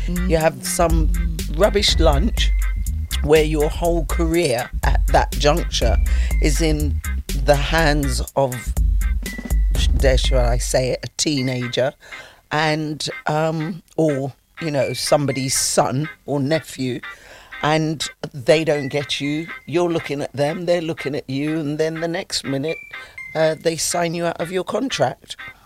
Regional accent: London, United Kingdom; We're going to go back home because we're from West London.

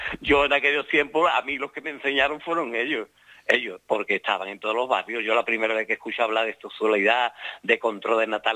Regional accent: Dos Hermanas, Andalusia, Spain; Yo me acuerdo en mi pueblo que estaban los alcaldes franquistas.

